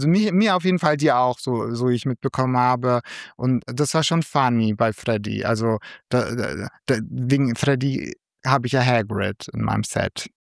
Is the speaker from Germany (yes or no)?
yes; Germany; born there; Ich habe ja noch den türkischen Pass. Ich habe noch gar nicht den deutschen. Ich bin zwar geboren in Deutschland